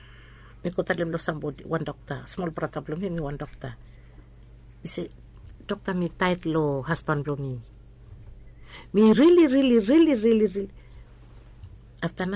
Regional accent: Vanuatu; English is a second language; encourage new students or young students or new Vanuatu people because I'm from Vanuatu, but I lecture in law.

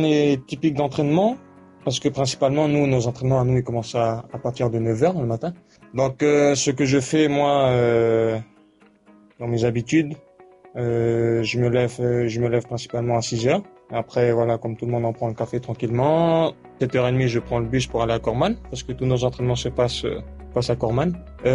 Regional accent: Shefa, Vanuatu; je suis originaire des Fatés, principalement du village des Raccords. J'ai 22 ans.

